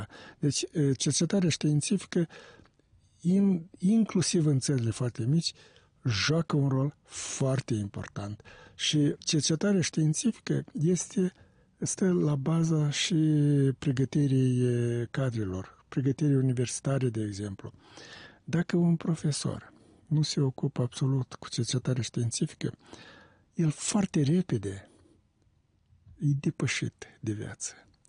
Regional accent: Moldova

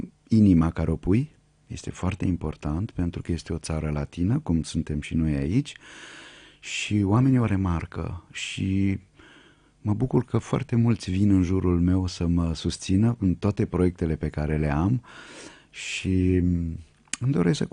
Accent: Romania; moved away as an adult; now in France; am rămas român, acum sunt și francez. Cele două naționalități, cele două au rămas în mine

